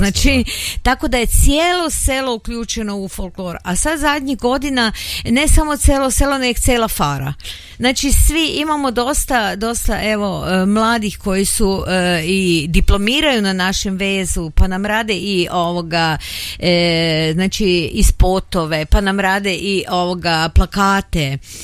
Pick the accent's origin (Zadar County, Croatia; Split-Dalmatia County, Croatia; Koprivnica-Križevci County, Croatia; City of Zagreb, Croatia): Koprivnica-Križevci County, Croatia; Koprivnica